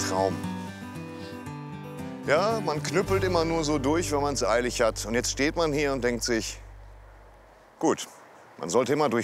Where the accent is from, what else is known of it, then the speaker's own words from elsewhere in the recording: Dortmund, North Rhine-Westphalia, Germany; Hier wohnt Familie. Ich bin hier aufgewachsen und ich finde das eigentlich ganz schön.